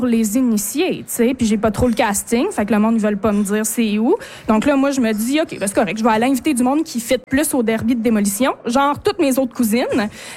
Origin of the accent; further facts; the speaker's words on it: Quebec, Canada; Haute-Côte-Nord. Moi, je viens de là. Je viens pas des Bergeron, mais je viens de la Haute-Côte-Nord.